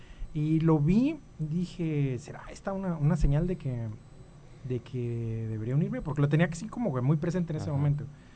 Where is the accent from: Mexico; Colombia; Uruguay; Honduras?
Mexico; Aquiles Herdán, Jalisco; soy entonces... de un ranchito que se llama Aquiles Herdán, que está para Jalisco.